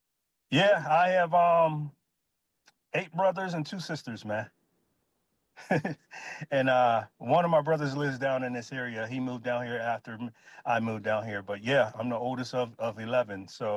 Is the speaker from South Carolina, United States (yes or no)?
no; Pittsburgh, Pennsylvania, United States; moved away as an adult; now in Washington, D.C., United States; So I'm originally from the city of Pittsburgh, Pennsylvania, the Steel City. And I grew up in a neighborhood that was about 15 minutes from downtown Pittsburgh. It's an area called Rankin and Braddock, which is on the Monongahela River.